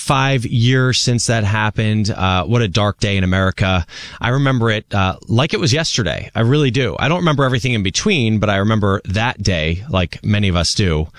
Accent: New Jersey, United States; I grew up with those Twin Towers. I could see them from my street where I grew up in New Jersey

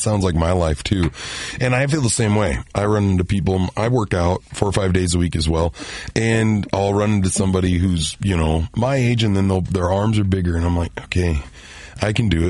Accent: Rapid City, South Dakota, United States; So I'm so excited for you to come to my hometown of Rapid City.

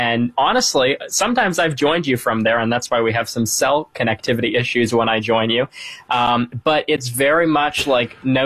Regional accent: Canada; And that was interesting just because I'm from Canada, who anyone does who doesn't know me.

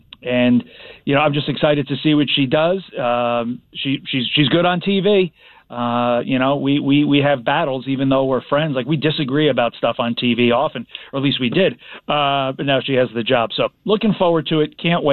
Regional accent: New Jersey, United States; I'm from Jersey.

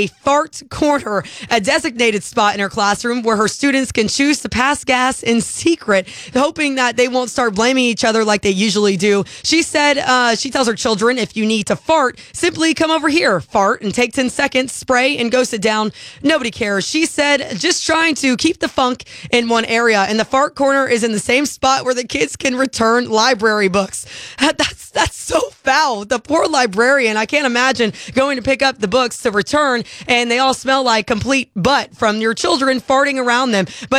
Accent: Houston, Texas, United States; my hometown of Houston, Texas

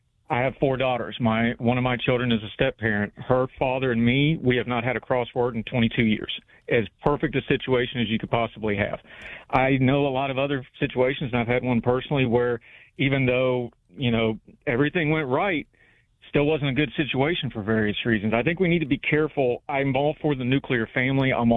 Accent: Summersville, West Virginia, United States; I come from Somersville, West Virginia, 2,800 to 3,000 people.

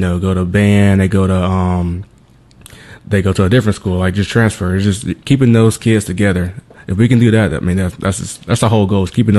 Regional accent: Macomb, United States; we're from here. We're from Macomb, from Summit

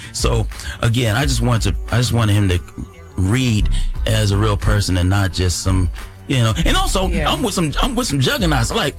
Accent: Los Angeles, California, United States; LA. I'm from South Central LA.

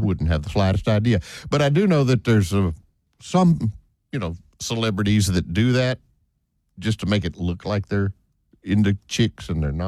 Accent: Clute, Texas, United States; I grew up in the Houston area, you know, south of town a little bit, called Clute.

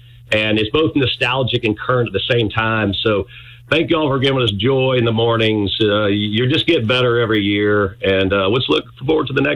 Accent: Baton Rouge, Louisiana, United States; I'm from Baton Rouge. I'm one of the original airing places.

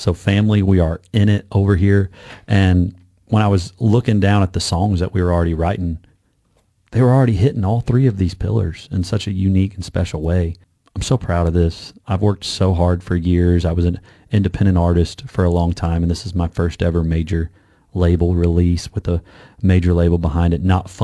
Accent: Illinois, United States; because I'm a Midwestern boy, you know, growing up in Southern Illinois.

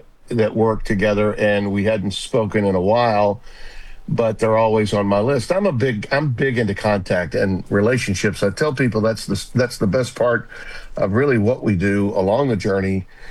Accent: Louisiana, United States; people within my home state

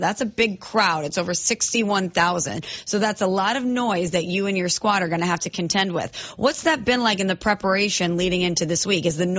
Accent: New York City, New York, United States; I'm from New York. I'm from New York City.

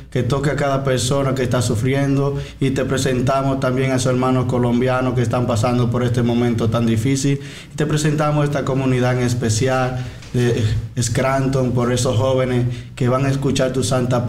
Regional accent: Dominican Republic; soy dominicano.

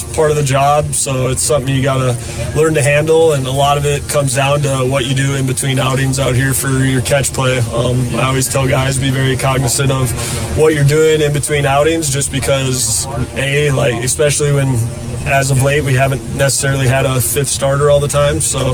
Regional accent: Midwest, United States; I grew up in the Midwest heat

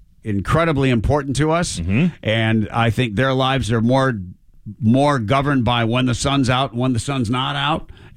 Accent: Michigan, United States; It was dark every damn day. I grew up in Michigan. It was dark all the time. There's 300 gray days out of the year.

